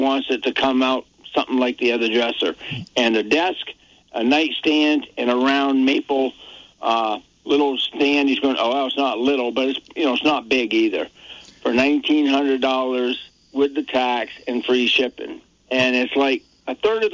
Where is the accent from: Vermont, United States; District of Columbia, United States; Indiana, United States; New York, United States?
Vermont, United States; Barre; And I'm a Barry boy. I was born in Vermont, and I believe in service 100%.